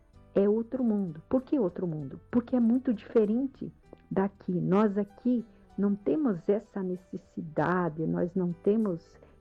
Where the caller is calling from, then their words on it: South Region, Brazil; eu sou do Sul, gente.